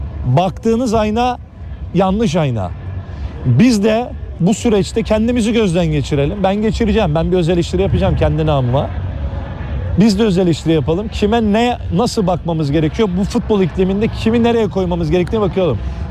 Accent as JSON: {"language": "Turkish", "region": "Erzurum", "country": "Turkey", "said": "biz Erzurum'da bir laf vardır."}